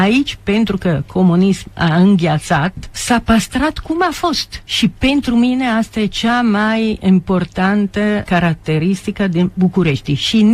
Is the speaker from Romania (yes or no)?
no; Milan, Lombardy, Italy; Romanian is a second language; La Milano, de unde sunt eu, chiar sunt numai blocuri. N-ai verde, n-ai grădini, case cu grădină, cu curte